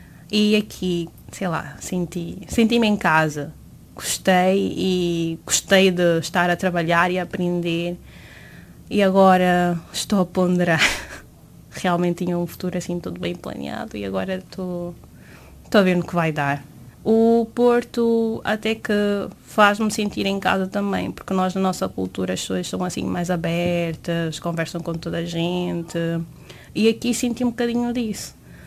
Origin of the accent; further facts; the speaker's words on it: Guinea-Bissau; moved away as an adult; now in Portugal; eu tenho 24 anos, sou da Guiné-Bissau, nasci aqui, mas fui criada lá. Vim aqui em 2021 para vir estudar, para tirar a minha licenciatura.